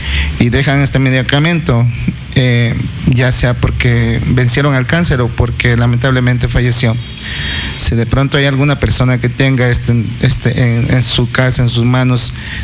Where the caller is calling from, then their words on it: Ambato, Tungurahua, Ecuador; Yo vivo en Huachichico